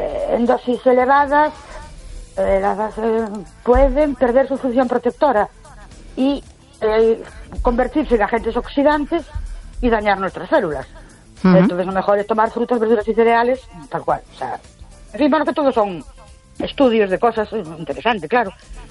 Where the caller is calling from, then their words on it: Ourense, Galicia, Spain; de Ourense otra vez.